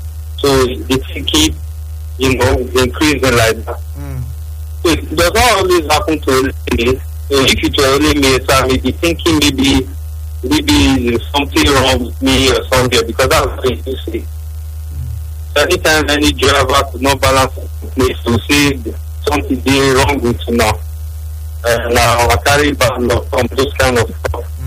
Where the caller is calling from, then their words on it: South Africa; Okay, I'm calling from South Africa.